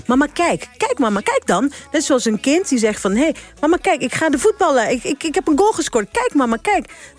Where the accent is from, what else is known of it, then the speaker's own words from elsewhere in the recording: Curaçao; wij zijn Curaçaoënaars, maar in het papiaments noem je dat Judy Corsao. Een kind van Curaçao. Dus Curaçao is onze moeder.